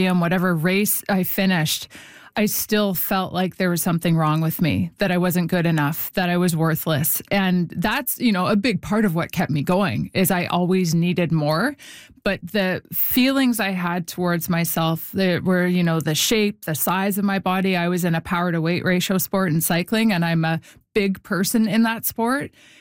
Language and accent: English; Winnipeg, Manitoba, Canada; born or raised there